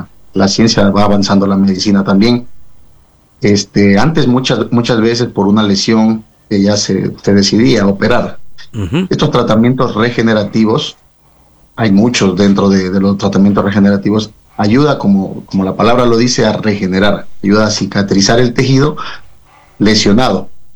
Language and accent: Spanish; Cuenca, Azuay, Ecuador; soy de Cuenca